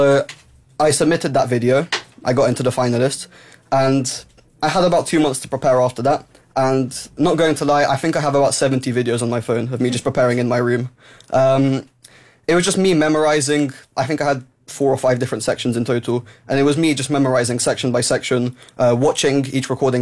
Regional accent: Luton, East of England, United Kingdom; I'm from Luton.

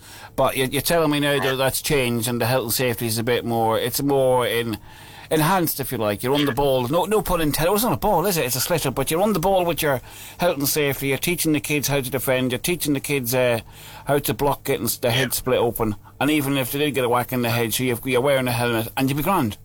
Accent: Ireland; now in Luton, United Kingdom; I'm Irish, and 100% Irish.

